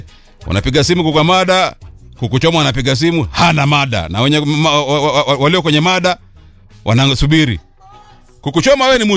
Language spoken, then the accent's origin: Swahili; Western Kenya, Kenya; Na mimi ni wa Western.